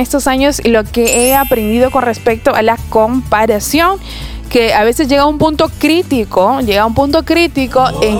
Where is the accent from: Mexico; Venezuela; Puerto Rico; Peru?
Peru; Somos peruanos